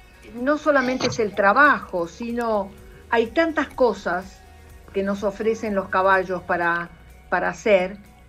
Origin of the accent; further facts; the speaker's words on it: Argentina; somos dos argentinas